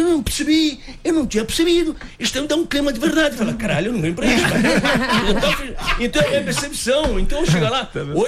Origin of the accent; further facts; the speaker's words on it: Santos, São Paulo, Brazil; sou santista, time, cidade e coração.